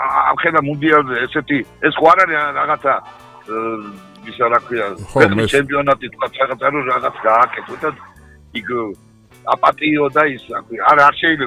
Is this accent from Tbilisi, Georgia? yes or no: yes; Tbilisi, Georgia; born there; მე ზოგადად აქ დავიბადე, მაგრამ ჩვენი ტელეთი.